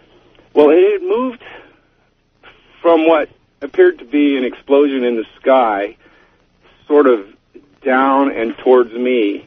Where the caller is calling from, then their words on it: California, United States; I'm calling from Northern California.